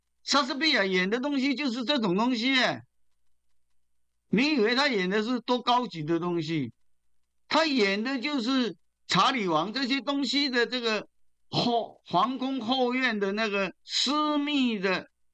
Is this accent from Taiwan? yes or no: yes; Taiwan